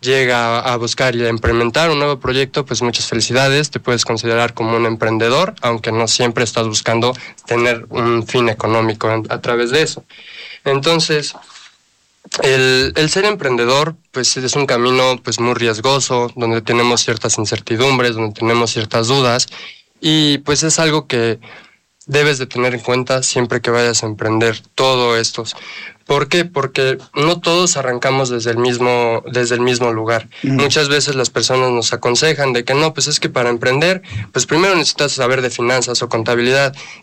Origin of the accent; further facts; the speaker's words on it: Mexico; como mexicanos, pues la verdad muchas personas les gusta emprender